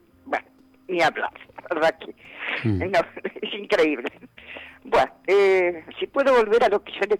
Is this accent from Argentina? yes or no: yes; Mar del Plata, Buenos Aires Province, Argentina; Yo nací en Mar del Plata en el año 45, cuando era un pueblo.